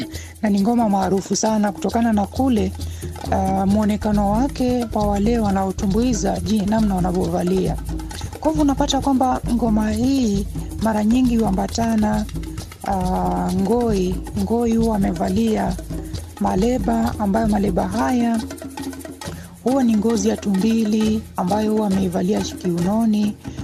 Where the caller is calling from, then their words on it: Mbale, Vihiga County, Kenya; mie mwenyewe natokea magharibi ya Kenya, upande wa Vihiga kule Sabatia Mbale.